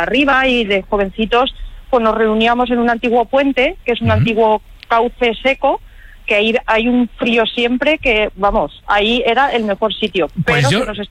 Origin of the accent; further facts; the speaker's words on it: Castilla-La Mancha, Spain; now in Burjassot, Spain; Pero quería hablarte de mi pueblo. Claro. Que es de Albacete, claro.